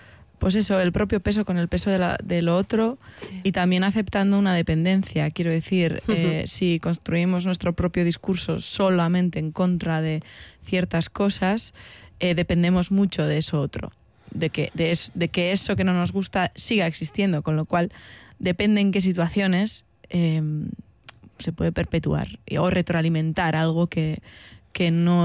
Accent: Basque Country, Spain; Que de estar en contra somos los vascos

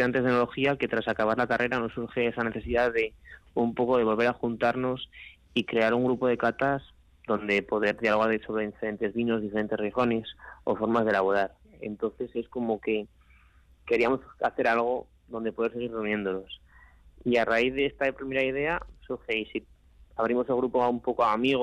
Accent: Samaniego, Basque Country, Spain; Sí, yo soy de Samaniego

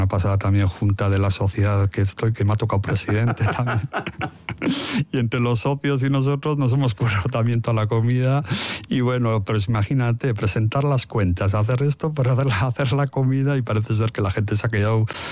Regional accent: Basque Country, Spain; Me siento euskaldún, amo esta tierra.

